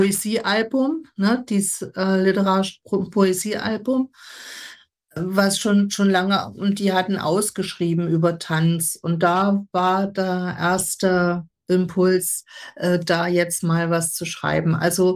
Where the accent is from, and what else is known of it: Dresden, Saxony, Germany